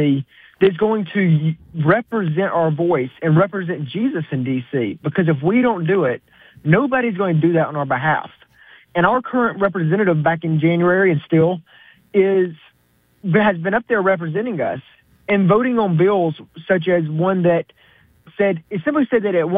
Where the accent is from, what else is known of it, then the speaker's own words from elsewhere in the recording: Montgomery, Alabama, United States; So today I'm in Dothan, but I am from Montgomery. That's where I grew up